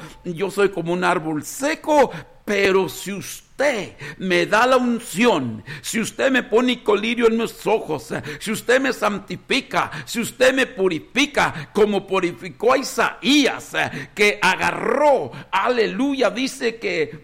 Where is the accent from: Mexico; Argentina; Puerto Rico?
Mexico; born there; moved away; yo vengo de Ranchito Rincón de Alonso y allí había ranchitos alrededor.